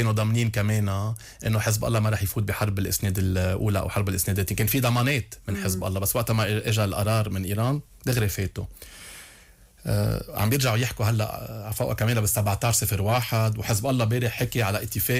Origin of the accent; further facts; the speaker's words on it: Lebanon; أنا كلبناني افتخرت إني لبناني،